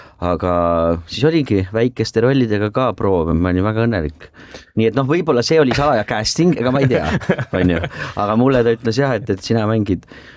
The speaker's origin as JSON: {"language": "Estonian", "town": "Tallinn", "region": "Harju County", "country": "Estonia", "tie": "born or raised there", "said": "No mina olen muidugi linnapoiss ja tallinlane eluaeg olnud"}